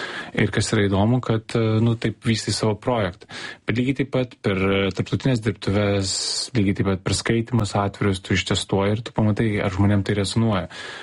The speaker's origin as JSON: {"language": "Lithuanian", "town": "Vilnius", "region": "Vilnius County", "country": "Lithuania", "tie": "born or raised there", "said": "kai aš buvau mažas, aš kažkaip augau Pašilaičius, 20-ais buvo visai kitokie tie Pašilaičiai"}